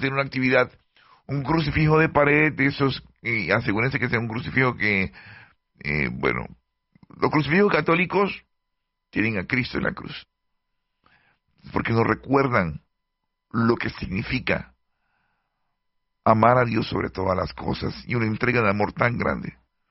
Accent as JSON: {"language": "Spanish", "country": "Panama", "said": "recordarán que yo soy de Panamá."}